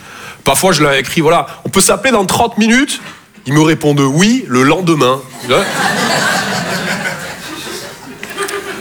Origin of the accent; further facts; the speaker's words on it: Toulouse, Occitanie, France; Je viens de Toulouse, à la base. Ouais, ça s'entend un peu. Ouais. Bah, mon accent, c'est vraiment comme mon sexe.